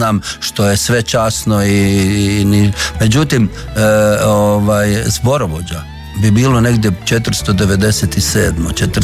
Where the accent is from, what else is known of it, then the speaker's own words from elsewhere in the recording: Slatina, Virovitica-Podravina County, Croatia; A kako sam porijeklom iz Slatine, a Slatina je na rimskom, na kojem, Marinianis.